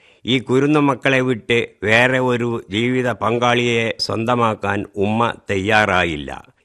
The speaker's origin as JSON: {"language": "Malayalam", "town": "Mattathur", "region": "Kerala", "country": "India", "said": "ഞാൻ ഒതുക്കുങ്ങൽ പഞ്ചായത്തിൽ മറ്റത്തൂർ പാർപ്പുറം നിവാസിയാണ്. ഗ്രാമീണ സൗന്ദര്യം ഒരു വരദാനം എന്ന പോലെ ദൈവം കനിഞ്ഞു നൽകിയ ഒരു കൊച്ചു സുന്ദരമായ ഗ്രാമമാണ് മറ്റത്തൂർ."}